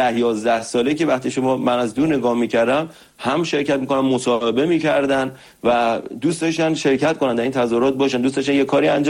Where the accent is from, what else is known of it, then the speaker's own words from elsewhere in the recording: Iran; ما ایرانی هستیم